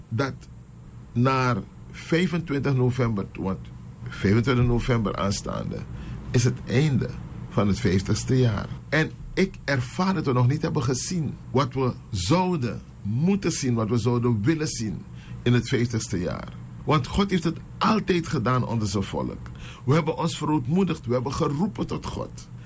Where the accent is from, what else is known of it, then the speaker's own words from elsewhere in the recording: Suriname; als Surinamers zijn we ontwaakt. Als Surinamers is er vaderlandsliefde in ons.